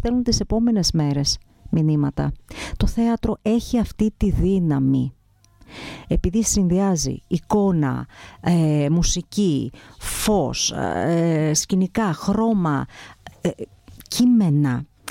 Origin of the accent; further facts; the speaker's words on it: Koryfi, Central Macedonia, Greece; Το χωριό μου είναι η κορυφή Κιλκής